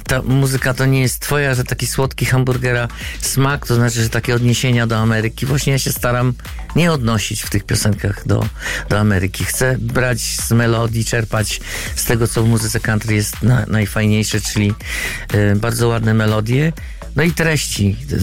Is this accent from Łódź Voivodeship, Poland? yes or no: no; Węgorzewo, Warmian-Masurian Voivodeship, Poland; born there; bo ja się urodziłem w ogóle w Węgorzewie, miałem tam sporo też znajomych